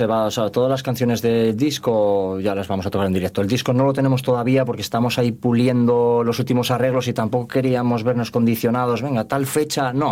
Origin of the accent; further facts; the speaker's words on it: Carreño, Asturias, Spain; now in Avilés, Spain; Yo llevo muchos años afincado en Áviles, pero realmente soy de Carreño.